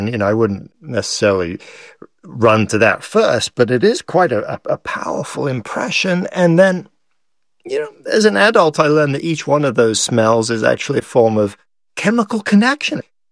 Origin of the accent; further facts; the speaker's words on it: Île-de-France, France; I grew up in France near Paris, and there were lots of open-air markets and cheese shops and things.